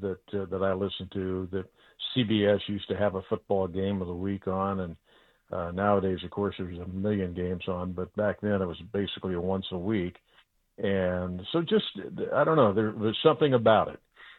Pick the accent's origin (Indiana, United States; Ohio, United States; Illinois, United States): Indiana, United States; I grew up in Indiana, and you know, it's a state law. You have to like basketball.